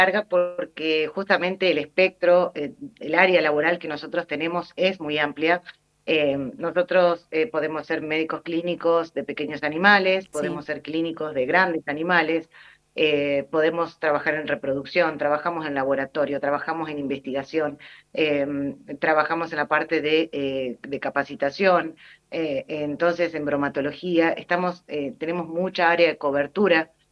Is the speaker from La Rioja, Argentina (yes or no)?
no; Santa Fe, Argentina; moved away as an adult; also born or lived in Esperanza, Argentina; now in Santiago del Estero, Argentina; yo soy santafesina